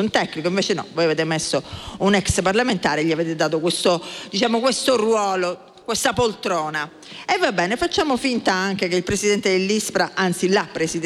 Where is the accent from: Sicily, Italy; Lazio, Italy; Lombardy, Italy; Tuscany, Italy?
Sicily, Italy; Io vengo dalla Sicilia.